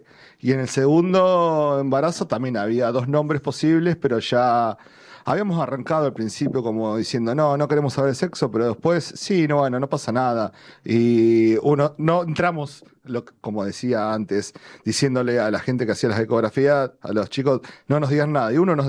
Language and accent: Spanish; Casilda, Santa Fe, Argentina; en el sur de la provincia de Santa Fe, ahí en Casilda, mi ciudad natal, a unos 50 kilómetros de Rosario